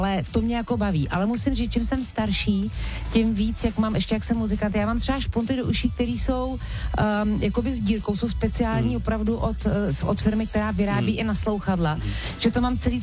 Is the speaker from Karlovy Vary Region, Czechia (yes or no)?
no; Prague, Czechia; řekla jsem, že jsem z Prahy